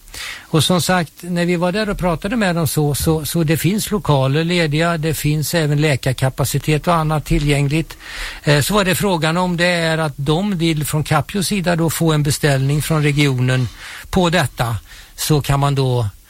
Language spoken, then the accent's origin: Swedish; Älta, Stockholm County, Sweden; jag kommer från Älta och är väldigt mycket ute i Älta Mosse